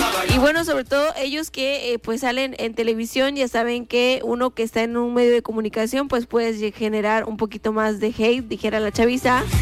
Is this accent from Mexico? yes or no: yes; Mexico; Porque somos más mexicanos que el nopal, claro que por supuesto que sí.